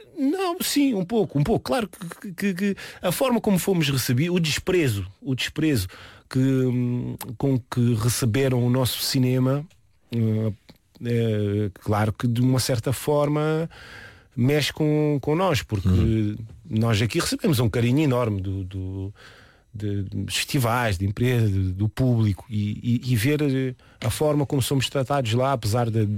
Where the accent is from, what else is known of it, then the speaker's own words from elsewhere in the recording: Switzerland; moved away; a cidade onde eu cresci, a cidade é uma região, ou a região com mais imigrantes por habitante. Ou seja, o que eu carrego em mim da Suíça é o multiculturalismo. Eu cresci e mudei muitas vezes de escola, tive sempre em turmas de 20, 25 alunos com umas 15 nacionalidades diferentes.